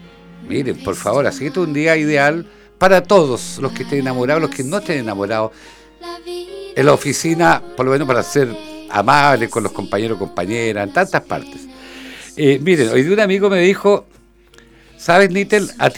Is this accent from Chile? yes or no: yes; Chile; also born or lived in Viña del Mar; Cuando era cabro, aquí comíamos mucho churrasco